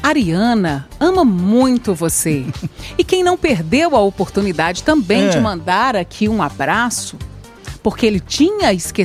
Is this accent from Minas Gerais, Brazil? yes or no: yes; Santa Bárbara do Tugúrio, Minas Gerais, Brazil; Acontecer na minha cidade natal, Santa Bárbara, de Tugúrio.